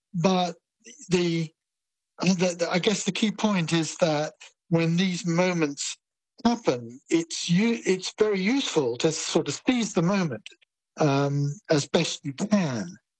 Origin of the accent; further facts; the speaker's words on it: United Kingdom; and I come from Britain, my nation state is the United Kingdom